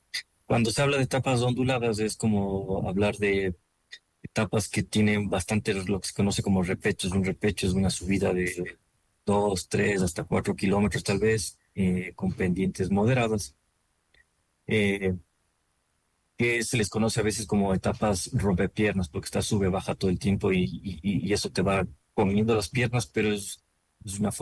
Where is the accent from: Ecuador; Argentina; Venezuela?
Ecuador; nosotros como ecuatorianos